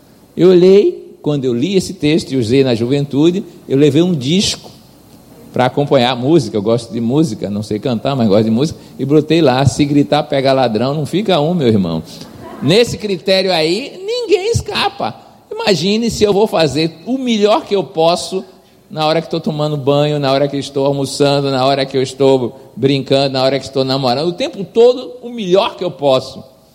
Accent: Serrinha, Bahia, Brazil; na cadeia da minha terra em Serrinha

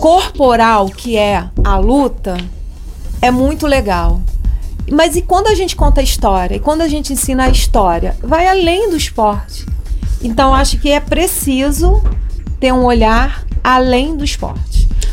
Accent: Rio Bonito, Rio de Janeiro, Brazil; now in Cabo Frio, Brazil; Eu sou de Rio Bonito, treinei com o Mestre Carcará durante muito tempo, vim morar em Cabo Frio

